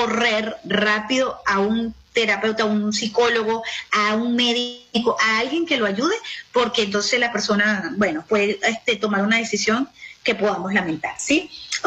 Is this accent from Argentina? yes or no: no; Venezuela; Y la otra actitud que creo que es fundamental, que nos va a ayudar mucho como venezolanos, es ver como emprendedores, como seres humanos, qué podemos hacer por los demás